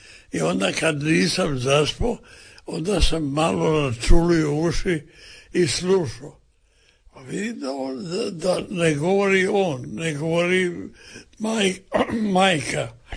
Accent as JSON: {"language": "Croatian", "town": "Premantura", "region": "Istria County", "country": "Croatia", "tie": "born or raised there", "said": "ja sam hrvatski narodnjak, rodom iz Istre, iz Premanture."}